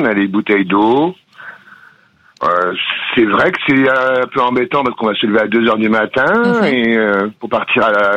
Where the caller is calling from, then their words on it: Hauts-de-France, France; De Chivreval, dans l'Aisne, en Picardie.